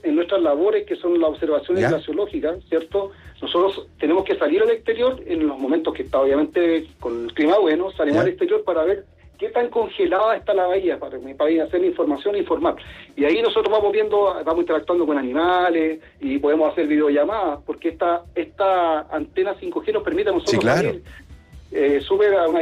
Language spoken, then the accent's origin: Spanish; Chile; lo importante que es para nosotros como chilenos cuidar la Antártica